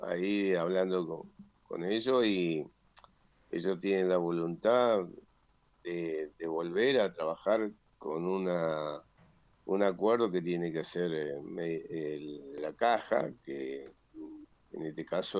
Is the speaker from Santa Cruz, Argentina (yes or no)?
yes; Río Turbio, Santa Cruz, Argentina; yo vengo de Turbio, en Turbio teníamos un problema grave, que era medicamento.